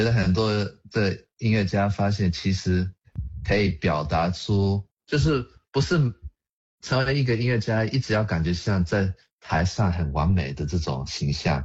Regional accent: Brisbane, Queensland, Australia; 因为我们在澳洲布里斯本长大

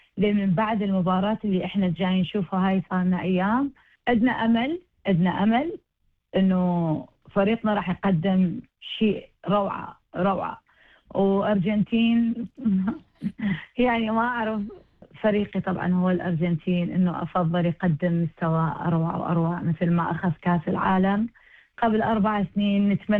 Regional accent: Iraq; now in Australia; كنا أوكي أنا عراقية استرالية، بنفس الوقت قلبي ويا استراليا. فبهذا اليوم الكل كان لابس دريسات مال تيشيرتات مال استراليا، أنا الوحيدة كنت لابسة تيشيرت العراق

